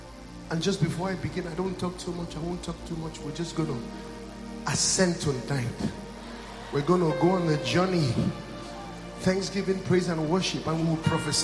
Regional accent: Nigeria; I'm from Nigeria.

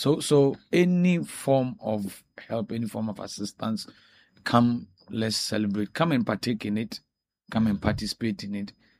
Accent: Cape Coast, Central Region, Ghana; And I've been around, albeit traveled down and up, but Cape Coast has always been my base.

